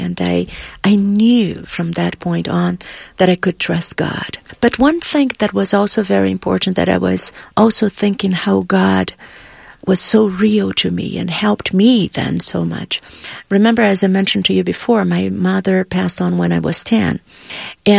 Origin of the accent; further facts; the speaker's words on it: Brazil; English is a second language; I am originally from Brazil. And during my time, I only had 3 hours of school in the morning from 7 to 10.